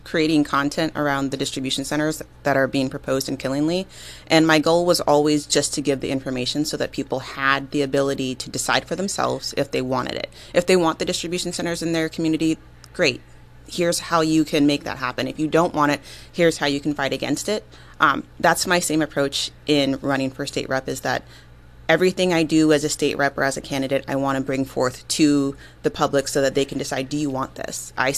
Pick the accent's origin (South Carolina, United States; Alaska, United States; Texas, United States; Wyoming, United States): Alaska, United States; moved away as an adult; also born or lived in Washington; now in New England, United States; I am from Alaska. I'm Alaska native. My family moved here about 4 years ago. We spent 3 years in Washington on the way here.